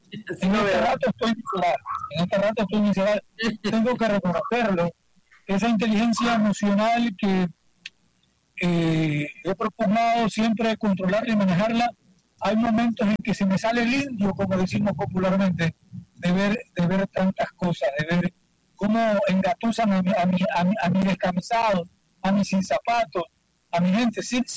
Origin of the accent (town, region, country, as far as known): Ecuador